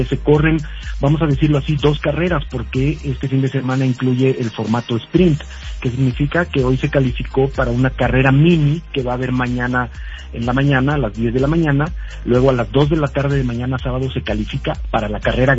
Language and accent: Spanish; Mexico